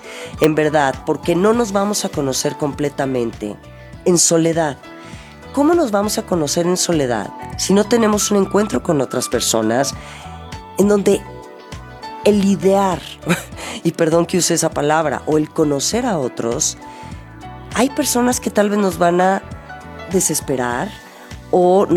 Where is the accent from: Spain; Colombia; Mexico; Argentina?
Mexico